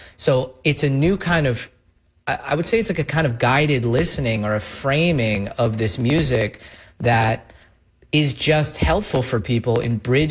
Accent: United States; I mean, I'm not from Germany or Vienna. I'm just some American guy who likes classical music.

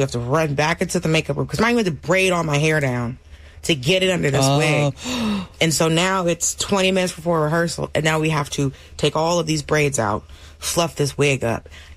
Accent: Atlanta, Georgia, United States; So I still had the long beard with my gold bees in it because I'm still from Atlanta, right? But, you know, on some just old head southern stuff.

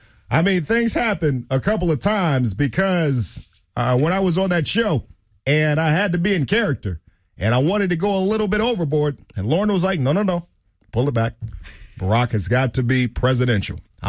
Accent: Chicago, Illinois, United States; I'm from Chi-Town, baby.

